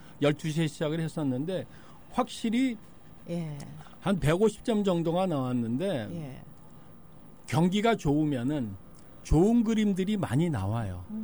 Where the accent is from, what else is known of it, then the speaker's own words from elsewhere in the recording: South Korea; now in United States; 저는 동양인이 한국 사람이고